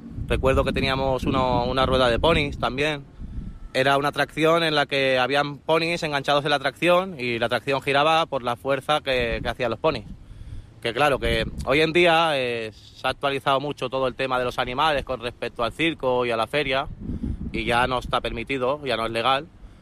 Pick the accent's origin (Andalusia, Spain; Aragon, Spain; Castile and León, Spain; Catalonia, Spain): Catalonia, Spain; Mira, yo soy gitano, español y catalán.